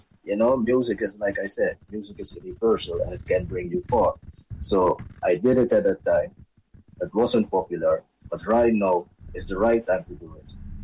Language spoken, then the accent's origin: English; Suriname; I realize that I'm from Suriname, because Suriname is also a yacht